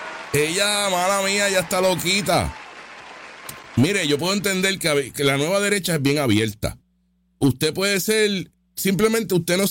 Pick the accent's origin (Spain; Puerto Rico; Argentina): Puerto Rico; somos americanos, Puerto Rico USA, Puerto Rico USA.